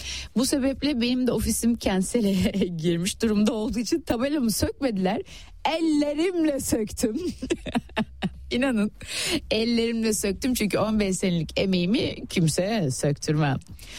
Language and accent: Turkish; Yeşilköy, Istanbul, Turkey; Ben kendim de, ki hep bunu bahsediyorum, Yeşilköylüyüm.